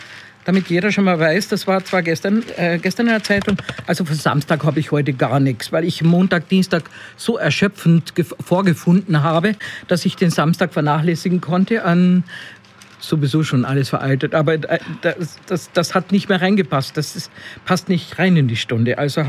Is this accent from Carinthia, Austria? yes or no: yes; Carinthia, Austria; Ich wollte nur vorneweg schicken, wenn ich in Österreich bin, in Kärnten, da ist ja mein Heimatland.